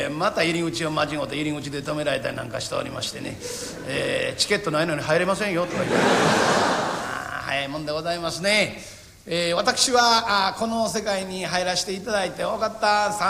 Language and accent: Japanese; Sasayama, Hyogo, Japan; moved away; 私の実家は兵庫県の丹波の笹山というえらい田舎でございます。のどかなところでございます。随分と山間部でございます。